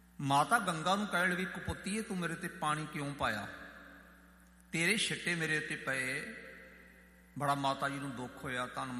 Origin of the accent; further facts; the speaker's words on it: Punjab, India; ਮੇਰਾ ਪਿੰਡ ਤਰਨ ਤਾਰਨ ਸਾਹਿਬ ਬਾਬਾ ਬੁੱਢਾ ਸਾਹਿਬ ਦੀ ਬੀੜ ਦੇ ਨੇੜੇ ਆ